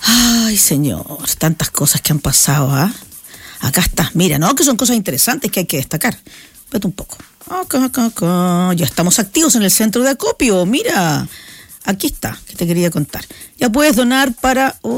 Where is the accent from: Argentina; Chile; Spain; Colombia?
Chile; Coquimbo; Yo como soy de Coquimbo